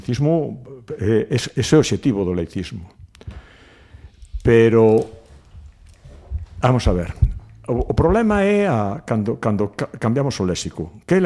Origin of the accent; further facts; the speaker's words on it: Esmelle, Galicia, Spain; also born or lived in Ferrol; nací en Ferrol, aínda que me criei en Esmelle, vivo en Esmelle tamén.